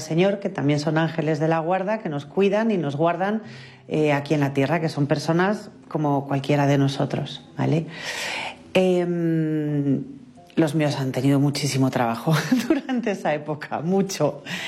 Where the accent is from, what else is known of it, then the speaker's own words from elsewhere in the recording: Salamanca, Castile and León, Spain; Nací en Salamanca, en una familia normal. Me eduqué en un colegio católico de monjas